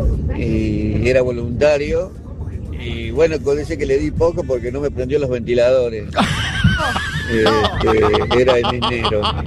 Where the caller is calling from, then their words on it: San Francisco, Córdoba, Argentina; Soy de San Francisco, Córdoba.